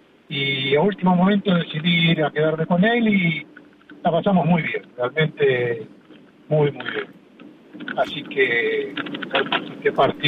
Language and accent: Spanish; Ingeniero Maschwitz, Buenos Aires Province, Argentina; Yo soy de Ingeniero Madwich.